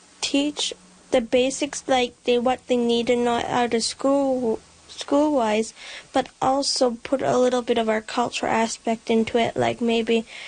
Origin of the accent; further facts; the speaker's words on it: Hopedale, Newfoundland and Labrador, Canada; I'm from Hopedale, Labrador. What led me to this program is ever since I was a little girl, I always wanted to become a teacher, but more that I got older, I realized that it was truly what I wanted, because growing up in a small community